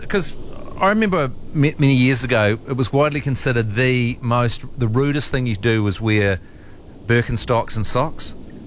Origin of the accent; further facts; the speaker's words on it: Australia; now in New Zealand; I moved here from Australia, and the term used here is dairy. In Australia, we'd say deli or delicatessen.